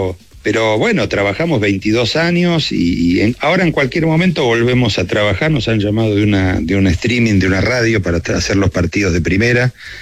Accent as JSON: {"language": "Spanish", "region": "Buenos Aires", "country": "Argentina", "said": "Yo soy del barrio de Caballito, y acá está Ferrocarril Oeste, que increíblemente hace 26 años que está en segunda división, ¿no?"}